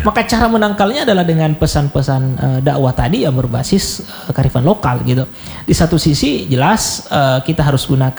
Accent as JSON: {"language": "Indonesian", "region": "South Sulawesi", "country": "Indonesia", "said": "kita orang Bugis Makassar atau Sulawesi Selatan ini"}